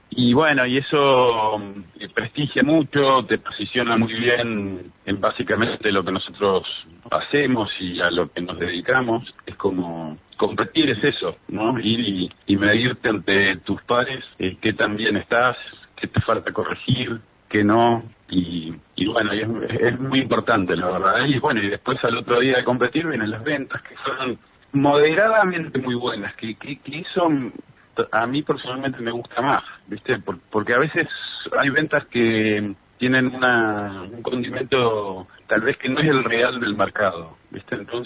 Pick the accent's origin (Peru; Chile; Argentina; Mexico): Argentina; Chubut; Si bien somos patagónicos